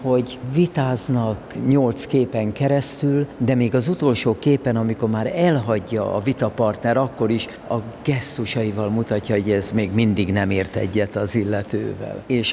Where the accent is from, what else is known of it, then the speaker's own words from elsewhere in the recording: Budapest, Hungary; egy budapesti őslakos értelmiségi családból származom